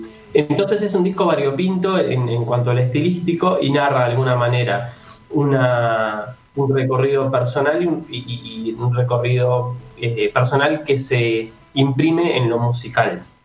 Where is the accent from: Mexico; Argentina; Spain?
Argentina; Lanús, Buenos Aires Province; moved away; fotos mías con la camiseta del Club Lanús de bebé, en la murga de la Plaza Sarmiento, en la que bailaba, y en las casas de Lanús, en la primera casa de Lanús, de Lanús Este, que era una casa grande. Ya después nos mudamos a Lanús Oeste, un departamento